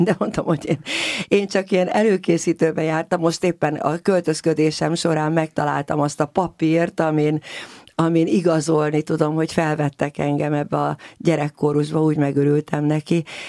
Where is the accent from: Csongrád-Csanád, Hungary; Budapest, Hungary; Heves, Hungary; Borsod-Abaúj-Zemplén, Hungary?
Budapest, Hungary; hiszen annak idején a 18. kerületben nevelkedtem. Anyukámék azok, hogy úgy mondjam, a háború miatt elég nehéz sorsban éltek, és én is azért így nevelkedtem. Nagyon szerény körülmények között éltünk. Ott a 18. kerületben, Pest-Szentlőrincen, a Derkovics utcában